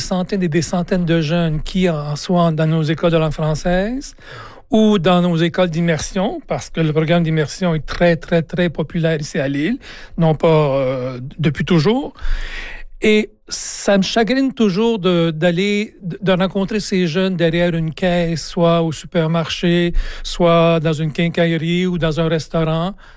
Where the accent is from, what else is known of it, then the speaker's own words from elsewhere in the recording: Quebec, Canada; moved away as an adult; now in Oyster Bed Bridge, Canada; j'ai commencé ma carrière ici à Lille en 1980. Je suis originaire du Québec et j'ai commencé et j'ai terminé ma carrière ici.